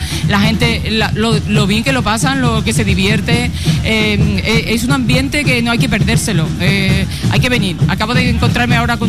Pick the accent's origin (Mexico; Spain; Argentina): Spain; moved away; Yo soy de Alaní, yo me siento